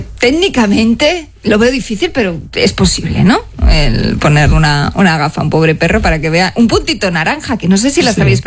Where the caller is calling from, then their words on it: Alicante, Valencian Community, Spain; soy de Alicante